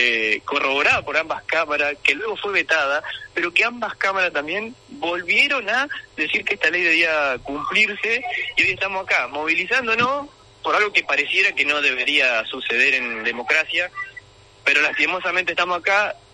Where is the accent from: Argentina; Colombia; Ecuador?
Argentina